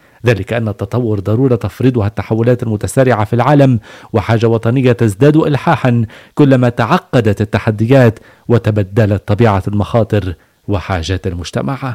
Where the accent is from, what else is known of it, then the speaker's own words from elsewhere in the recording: Lebanon; نحن أبناء لبنان، وفخرنا وعزنا وشرفنا أن نخدمه ونصون مؤسساته ونحمي مسيرته